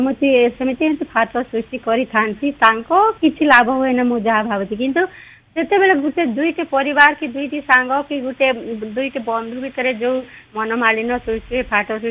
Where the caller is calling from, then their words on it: Bargarh, Odisha, India; ଆଜ୍ଞା ମୁଁ ବରଗଡ଼ରୁ